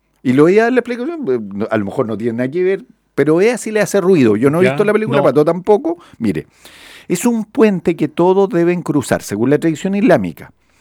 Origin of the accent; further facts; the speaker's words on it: Spain; Pero como española podríamos entenderla, no hay problema.